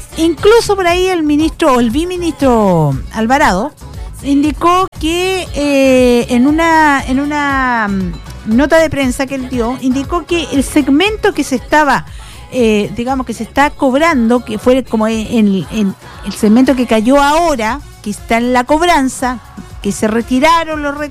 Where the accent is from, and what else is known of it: Chile